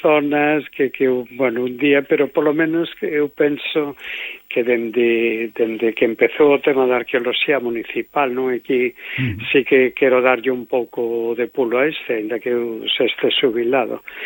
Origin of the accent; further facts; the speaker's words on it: Ourense, Galicia, Spain; also born or lived in Pontevedra; eu a todo isto son pontevedrés, pero me creí en Ourense.